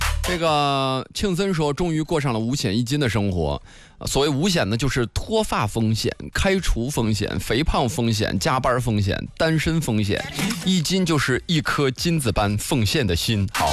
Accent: Nangong, Hebei, China; now in Shijiazhuang, China; 我的家乡邢台南宫就说不扎下

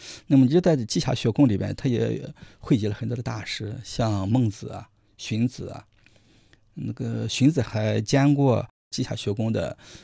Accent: Shandong, China; moved away; 而且离我的老家很近啊，

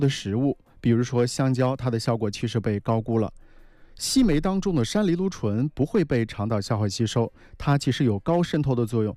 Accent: China; 这是我们中国人的传统。

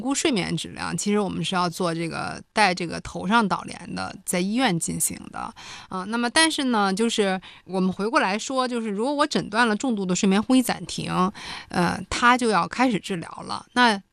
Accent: China; 我们中国人

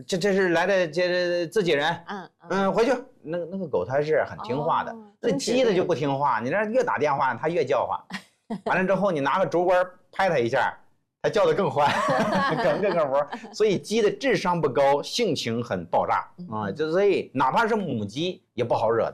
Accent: China

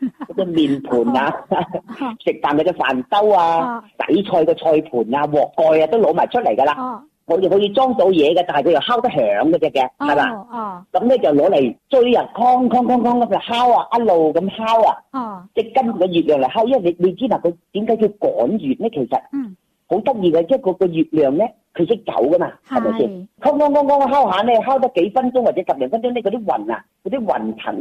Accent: Yangchun, Guangdong, China; now in Shenzhen, China; 我家乡是阳江阳春人。

